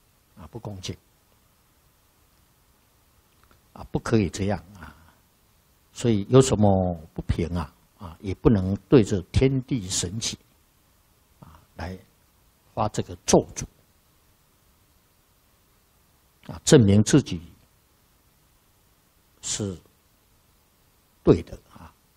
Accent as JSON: {"language": "Chinese", "country": "China", "said": "那么在我们中国人啊，办这个酒席啊，无酒。不成席啊"}